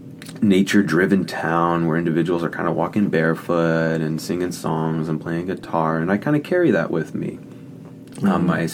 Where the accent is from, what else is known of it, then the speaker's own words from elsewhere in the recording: North Hollywood, California, United States; that's where I grew up in North Hollywood. I grew up, my dad's a Mexican immigrant, low income.